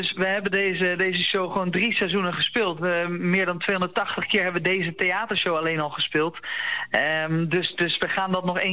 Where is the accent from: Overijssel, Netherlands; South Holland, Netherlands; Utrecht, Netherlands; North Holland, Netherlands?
South Holland, Netherlands; The Hague; Ik kom zelf ook uit Den Haag.